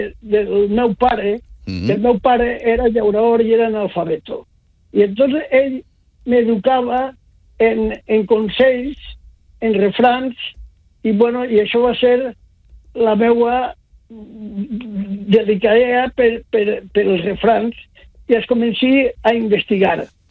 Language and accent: Catalan; Valencian Community, Spain; valencians que som uns més infot i no sabem conservar aquesta cultura.